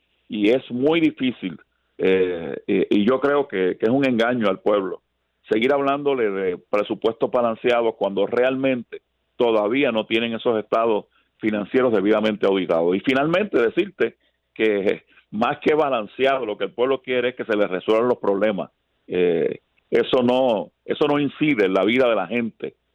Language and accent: Spanish; Puerto Rico